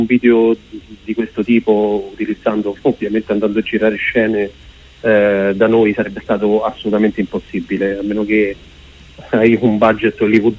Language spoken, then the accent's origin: Italian; Latina, Lazio, Italy; nonostante noi siamo di Latina, amiamo la nostra città, amiamo le nostre radici